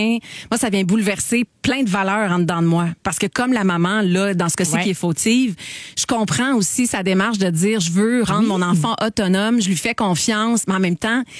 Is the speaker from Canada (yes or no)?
yes; Roxton Pond, Quebec, Canada; j'ai grandi à Roxton Park.